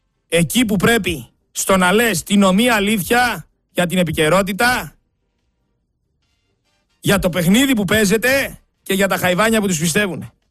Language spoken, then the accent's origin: Greek; Greece; Εγώ σας λέω, ούτε δεξιός είμαι, ούτε αριστερός. Εγώ είμαι Έλληνας φορολογούμενος που ξέρω ότι καθημερινά με λαιλατούν, με φτωχοποιούν και με διώχνουνε στο εξωτερικό.